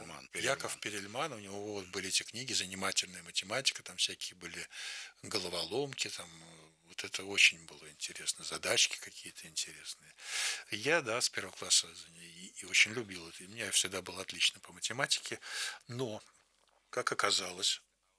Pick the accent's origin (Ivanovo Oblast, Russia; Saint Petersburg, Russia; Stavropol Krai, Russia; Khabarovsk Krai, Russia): Saint Petersburg, Russia; born or raised there; moved away as an adult; now in Moscow, Russia